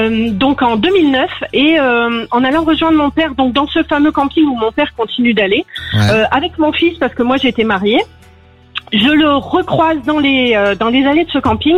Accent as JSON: {"language": "French", "region": "northern France", "country": "France", "said": "parce qu'il faut savoir que moi je suis du Nord et lui du Sud."}